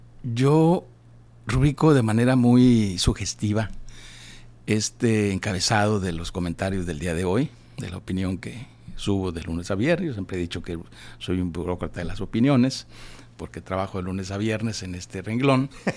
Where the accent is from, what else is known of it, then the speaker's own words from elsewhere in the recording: El Rosario, Sinaloa, Mexico; mi tierra del Rosario, Sinaloa.